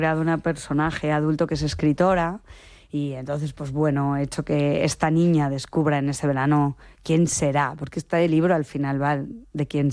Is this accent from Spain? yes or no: yes; Spain; Mi pueblo estaba entre medio de Zaragoza y Madrid, y entonces había mucho tráfico los domingos de la gente que iba a ver, bueno, pues que volvía de Madrid o que iba hacia Madrid, y entonces es una zona donde se cultivaban cerezas